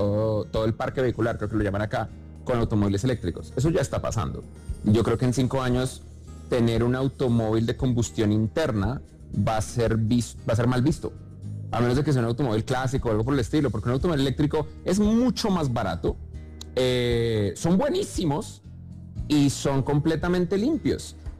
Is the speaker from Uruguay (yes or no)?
no; Colombia; now in United States; Y pues uno sigue siendo más colombiano que gringo.